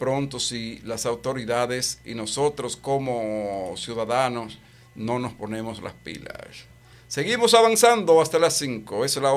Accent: Dominican Republic; De manera que si nosotros como dominicanos no alzamos la voz

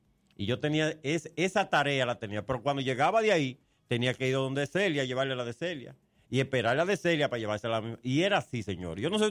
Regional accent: Dominican Republic; aquí de mi pueblo

